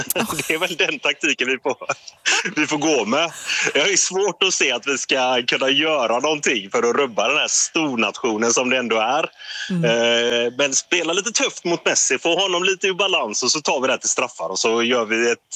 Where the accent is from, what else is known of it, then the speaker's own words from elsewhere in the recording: Gothenburg, Västra Götaland County, Sweden; moved away; med familjen hemma i Göteborg